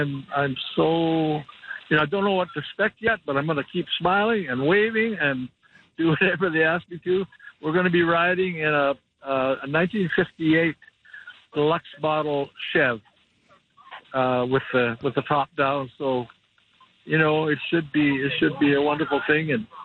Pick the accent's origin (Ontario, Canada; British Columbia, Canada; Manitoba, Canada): British Columbia, Canada; Pender Harbour; I actually, yeah, I'm a coastal boy. I was born in Tender Harbor up the Sunshine Coast. My dad was a logger, then a fisherman. So I come from that culture.